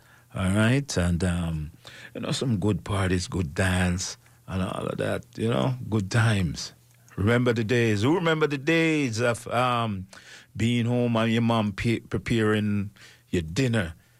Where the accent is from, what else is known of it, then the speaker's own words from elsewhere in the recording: Jamaica; I will speak as a Jamaican now.